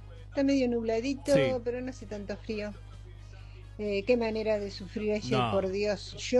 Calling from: Magdalena, Buenos Aires Province, Argentina; de Magdalena.

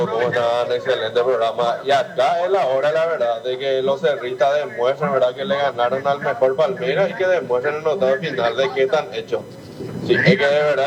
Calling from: Paraguay; Mi papá es cerrista, yo soy olimpista, ¿verdad? Pero como paraguayo

